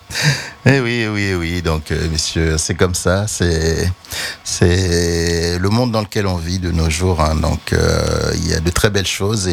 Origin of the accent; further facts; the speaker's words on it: Haiti; Moi, personnellement, en tant qu'Haïtien